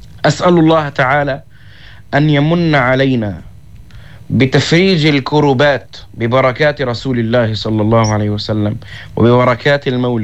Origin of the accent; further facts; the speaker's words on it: Lebanon; بلدنا لبنان